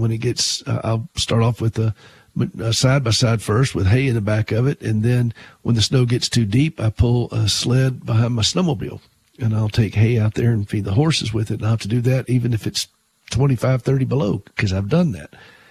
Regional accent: the South, United States; it's a different kind of snow than what I grew up back in the South with, you know, which was ice and so forth.

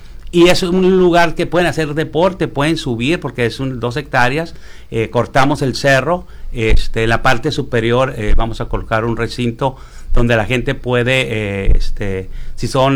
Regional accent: Tijuana, Baja California, Mexico; Yo, siendo tijuanense de 3 generaciones y comprometido con la ciudad

